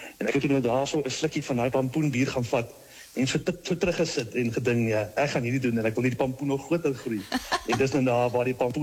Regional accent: Meyerton, Gauteng, South Africa; Ek is afkomstig van Meyerton hier in die Midvaal omgeving Gauteng area, ja.

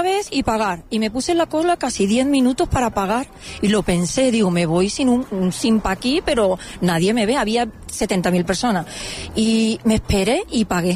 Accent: Málaga, Andalusia, Spain; Y la toalla de la playa, que nosotros somos de Málaga, y el ejemplo de la toalla es genial.

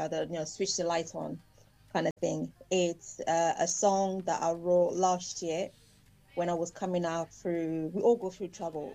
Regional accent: DR Congo; now in United Kingdom; growing up in Congo, because I was born in Congo, and then my parents came into the UK as asylum.

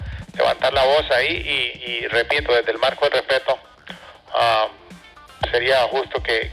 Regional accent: Costa Rica

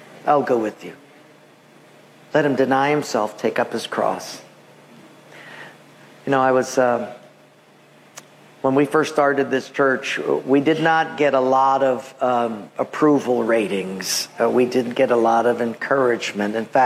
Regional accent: Honolulu, Hawaii, United States; I'm from Palolo.

